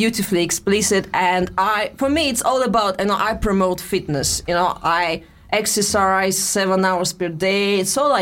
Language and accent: English; Russia; accent: Russian; I think it's my Russian accent, because truly when I sing...